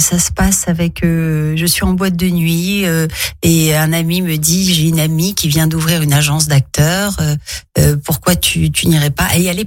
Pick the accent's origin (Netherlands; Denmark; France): France; Nice, Provence-Alpes-Côte d'Azur; j'ai grandi à Nice